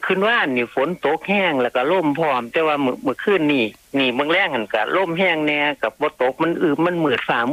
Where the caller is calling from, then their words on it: Ubon Ratchathani, Thailand; accent: Isan; ผมอยู่ที่อุบลนะเขตระวังพิกัดอยู่ระหว่างเขื่องในกับอุบล